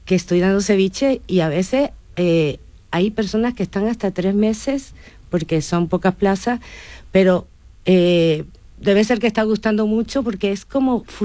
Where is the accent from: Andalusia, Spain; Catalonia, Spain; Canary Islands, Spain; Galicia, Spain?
Andalusia, Spain; born there; moved away as an adult; also born or lived in Caracas, Venezuela; now in Madrid, Spain; No, yo nací en Andalucía uh-huh. y me casé y me fui cuando tenía 22 añitos para Venezuela. Y ahí han nacido mis dos hijos y ahí he vivido pues más de la mitad de mi vida.